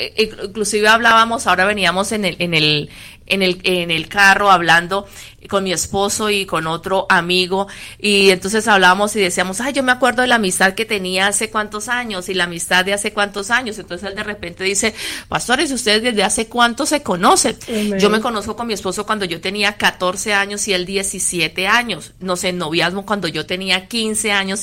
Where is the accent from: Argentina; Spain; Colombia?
Colombia; moved away; Yo soy colombiana, la hermana Mabel cubana, y tenemos dialectos